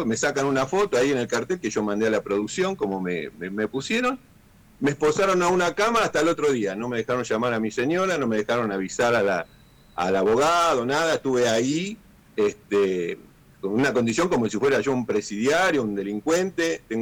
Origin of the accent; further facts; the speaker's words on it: Junín, Buenos Aires Province, Argentina; yo soy de la ciudad de Junín, provincia de Buenos Aires.